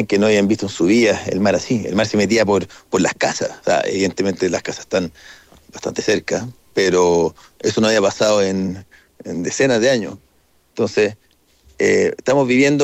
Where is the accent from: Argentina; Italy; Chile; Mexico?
Chile; lo mejor que tenemos como chilenos